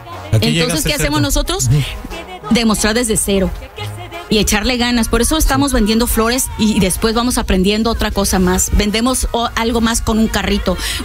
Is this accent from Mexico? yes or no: yes; Mexico; moved away as an adult; now in United States; Soy recién emigrada de México y te voy a explicar.